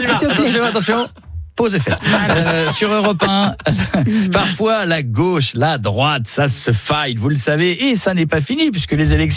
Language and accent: French; France; Les Français le savent, chez nous en France, on est spécialistes, il faut remplir des papiers.